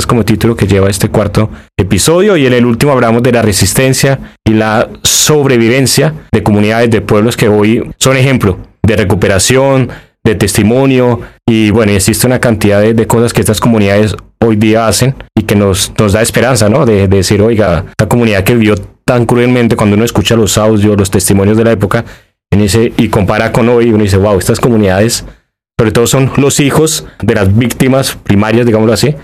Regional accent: Bogotá, Colombia; pues porque es mi región, yo soy de Bogotá

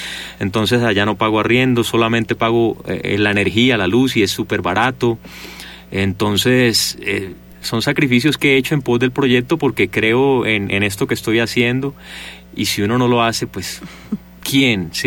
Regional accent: Montería, Córdoba, Colombia; Pero yo soy orgulloso de ser monteriano, cordobés. Yo me eduqué ahí, mi colegio, mi universidad. Yo le debo esa espontaneidad también a mi cultura cordobesa

